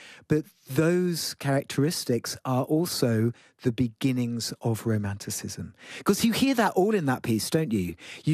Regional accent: England, United Kingdom; as I say, because I grew up in England

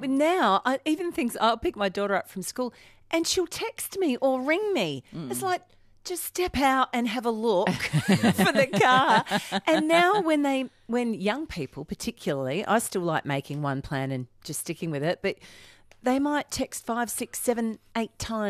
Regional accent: Brighton, South East England, United Kingdom; You know, I grew up in Brighton on Brighton Road or whatever.

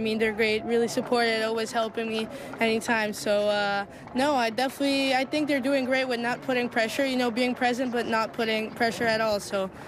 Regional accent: Italy; English is a second language; I was born in Italy and I grew up in Italy. All my closest friends are Italian

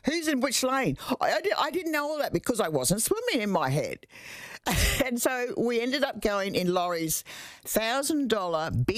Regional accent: Brisbane, Queensland, Australia; hey, it's Brisbane, it's my hometown.

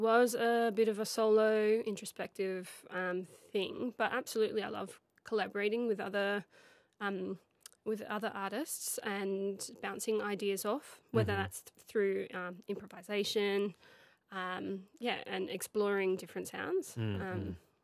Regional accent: Queensland, Australia; So I am originally a Queenslander.

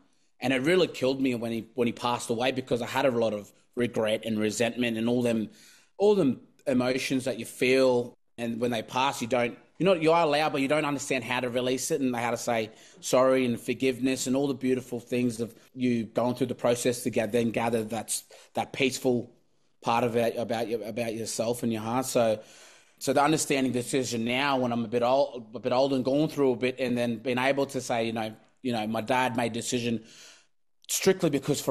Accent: Papua New Guinea; English is a second language; now in Cairns, Australia; I grew up in Papua New Guinea, so when I first moved over to Cairns, I didn't know English.

